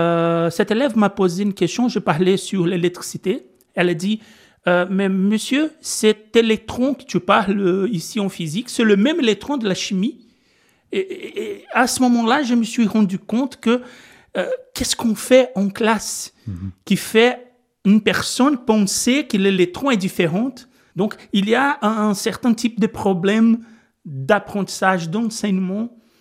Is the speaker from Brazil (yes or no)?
yes; Brazil; French is a second language; moved away as an adult; now in Belgium; je suis brésilien.